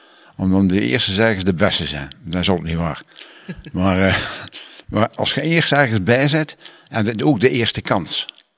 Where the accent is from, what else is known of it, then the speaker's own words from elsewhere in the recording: Ghent, Flanders, Belgium; we komen eigenlijk van Gent Centrum. En dat noemen we de Veermanstraat. Daar liep het water nog, de Schelde, de naam van de Schelde. En dat was praktisch in het centrum.